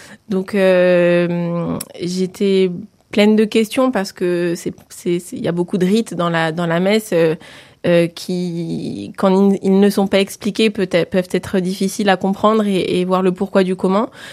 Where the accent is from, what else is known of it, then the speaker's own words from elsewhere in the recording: Ajaccio, Corsica, France; moi, j'ai grandi à Ajaccio.